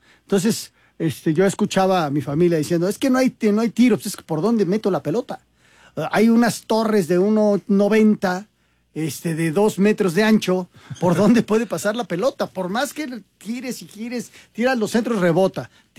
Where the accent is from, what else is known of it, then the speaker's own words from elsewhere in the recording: Mexico; mi familia es de allá, yo soy mexicano